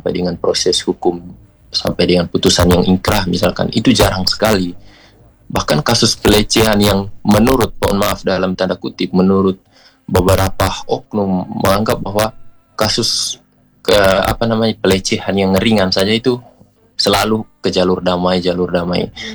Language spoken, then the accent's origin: Indonesian; East Nusa Tenggara, Indonesia; kita orang NTT